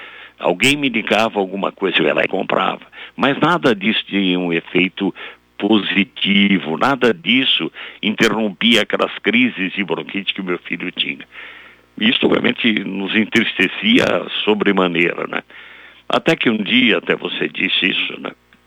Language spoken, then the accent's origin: Portuguese; São Paulo, Brazil; eu sou de São Paulo